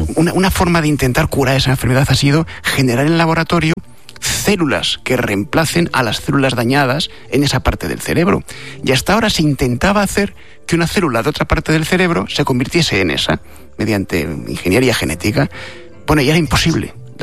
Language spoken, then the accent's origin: Spanish; Madrid, Community of Madrid, Spain; Yo que soy madrileño